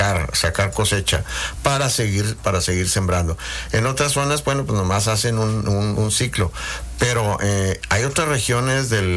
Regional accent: Mexico; los mexicanos cuando queremos brincar a Estados Unidos de manera ilegal

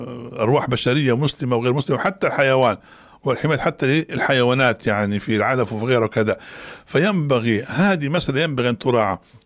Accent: Libya; وأنتم نعرف وإحنا كنا كليبيين نعرفوا استنزاف الأرض

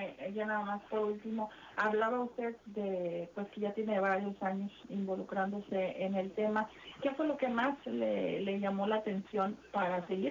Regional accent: Tampico, Tamaulipas, Mexico; born there; also born or lived in Reynosa, Tamaulipas; now in Ciudad Victoria, Mexico; yo soy originaria de Tampico, pero viví en Reynosa y ahora vivo en Tampico. Ahora vivo en Victoria. Soy como, dicen, como la India María, ni de aquí ni de allá. Pero bueno, soy tamaulipeca.

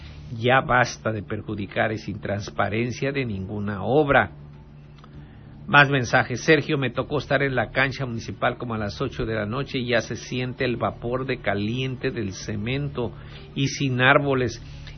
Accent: Vallecito de Zaragoza, Guerrero, Mexico; muy cerca de mi pueblo, que es Vallecito de Zaragoza

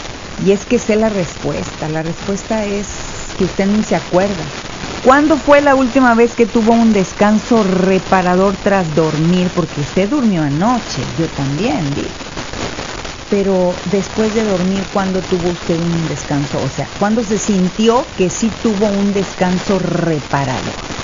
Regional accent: Mexico; Pues somos mexicanos.

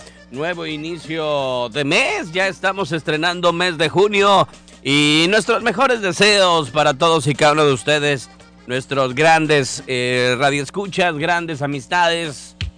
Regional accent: Mexico; Como todo buen mexicano, llegamos renegando.

